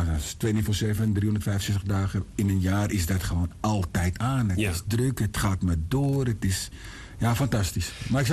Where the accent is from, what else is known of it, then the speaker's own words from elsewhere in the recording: Bangkok, Thailand; Amsterdam is natuurlijk absoluut mijn nummer 1. Maar ik kom uit Bangkok.